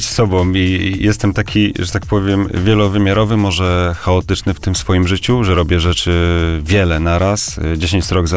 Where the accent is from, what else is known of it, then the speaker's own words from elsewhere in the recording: Zielona Góra, Lubusz Voivodeship, Poland; moi to z Podola, dlatego że no, ja pochodzę z Zielonej Góry, także wiadomo. Przesiedleńcy i tak dalej.